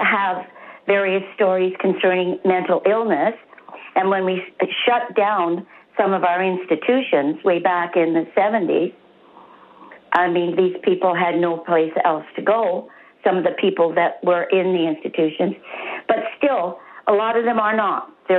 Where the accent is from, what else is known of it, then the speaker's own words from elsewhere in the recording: Thunder Bay, Ontario, Canada; I didn't grow up with anything like this in my entire life. I'm from Thunder Bay.